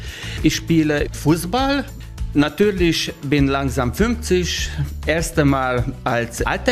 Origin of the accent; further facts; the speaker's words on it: Hungary; German is a second language; moved away as an adult; now in Übach-Palenberg, Germany; Ich komme aus Ungarn. Ich lebe 12 Jahre hier in Übach.